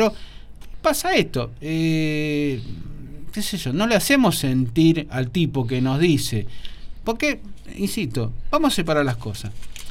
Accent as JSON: {"language": "Spanish", "country": "Argentina", "said": "somos así los argentinos. Los argentinos somos eternamente contradictorios."}